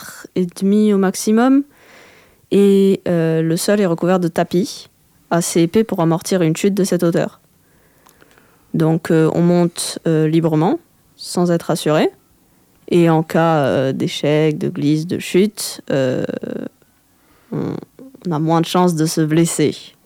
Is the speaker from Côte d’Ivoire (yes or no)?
no; Alès, Occitanie, France; Je suis née à Alès, j'ai grandi dans la campagne... de l'agglomération alésienne, et après je suis revenue en centre-ville.